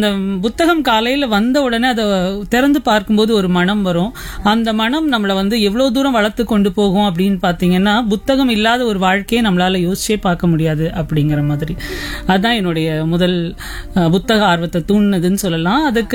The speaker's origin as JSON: {"language": "Tamil", "town": "Chennai", "region": "Tamil Nadu", "country": "India", "tie": "born or raised there", "said": "நாங்கள் சென்னையில் தான் பிறந்து வளர்ந்தது, படித்தது எல்லாமே."}